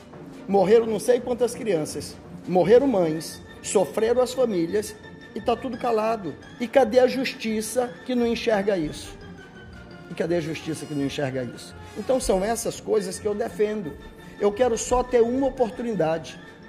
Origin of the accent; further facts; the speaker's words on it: Roraima, Brazil; Eu sou de Roraima, então eu tenho que trabalhar pelo Estado de Roraima.